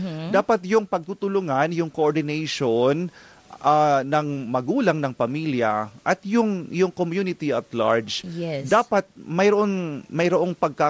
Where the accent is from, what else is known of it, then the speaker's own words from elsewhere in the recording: Bicol Region, Philippines; I come from Sorsogon po.